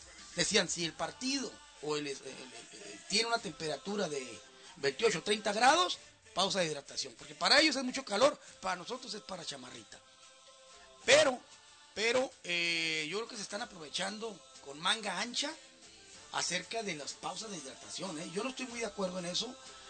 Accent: Mexico; Y luego ya sabe cómo somos los mexicanos, que se nos da la fiesta.

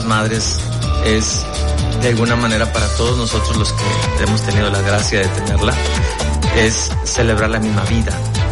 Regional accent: Mexico; Somos muy mexicanos, sí.

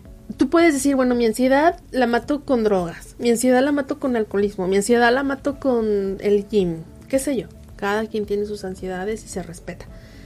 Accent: Mexico; somos mexicanos

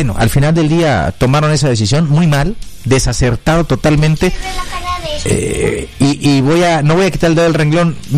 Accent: Chiapas, Mexico; También me siento muy mexicano, soy mexicano. Me gusta decir por donde quiera que voy que soy orgullosamente chiapaneco y mexicano.

